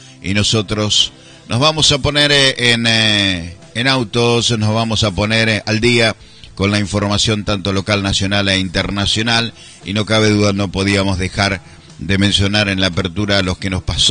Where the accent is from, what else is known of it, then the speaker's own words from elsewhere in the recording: Argentina; como somos los argentinos resilientes